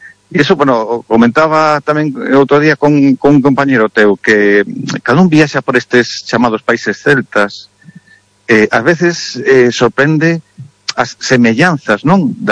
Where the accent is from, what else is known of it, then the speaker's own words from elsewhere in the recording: Galicia, Spain; Temos que decir que, o sea, no, os galegos non somos celtas.